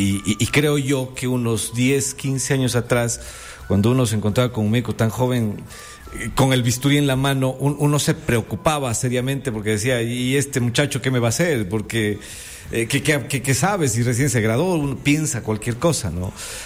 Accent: Cuenca, Azuay, Ecuador; now in Loja, Ecuador; soy cuencano

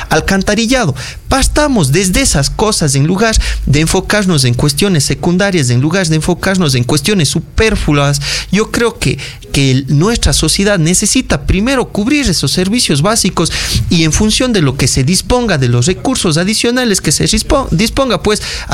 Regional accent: Azogues, Cañar, Ecuador; como miembro de esta sociedad azogueña

